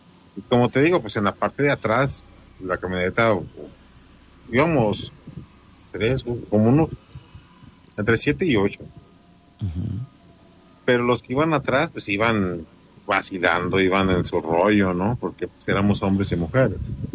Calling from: Mexico; Yo soy de México. Yo vivo en Michoacán

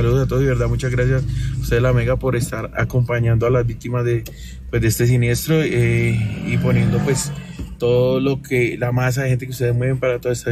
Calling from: Bogotá, Colombia; Desde Bogotá.

